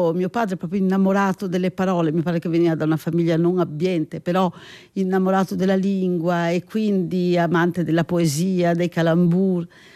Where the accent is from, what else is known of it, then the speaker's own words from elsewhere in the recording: Genoa, Liguria, Italy; moved away as an adult; also born or lived in London; sono di Genova e in questo momento credo che si senta di più, perché nei giorni scorsi, ormai sono più di 30 anni che non abito a Genova, però ci vado spesso, è una città che amo moltissimo